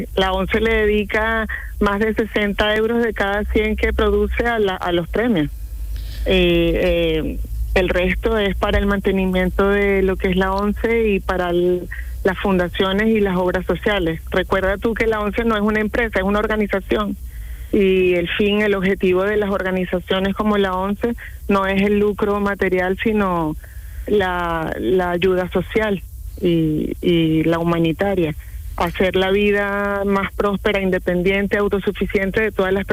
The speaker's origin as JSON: {"language": "Spanish", "country": "Venezuela", "lives_now": "Torremolinos, Spain", "said": "Soy venezolana."}